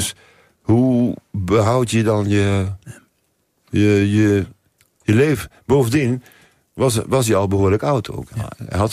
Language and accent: Dutch; Nijmegen, Gelderland, Netherlands; ook uit Nijmegen. En we zaten te eten in onze stad.